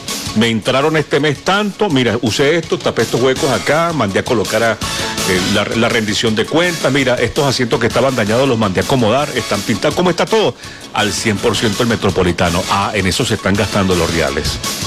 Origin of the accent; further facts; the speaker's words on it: Mérida, Venezuela; Yo soy merideño, soy venezolano